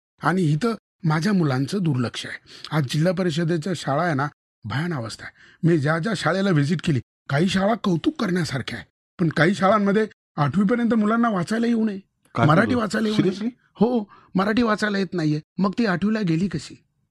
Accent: Gonde Dumala, Maharashtra, India; born or raised there

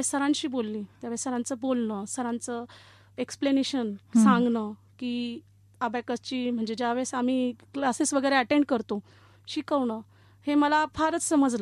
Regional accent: Malegaon, Maharashtra, India; मी मालेगावचीच आहे, माझा जन्म ही मालेगावचाच आहे

